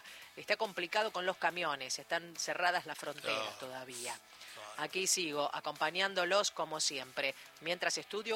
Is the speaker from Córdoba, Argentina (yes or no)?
yes; Córdoba, Argentina; now in Paraná, Argentina; el cordobés que vive en Paraná.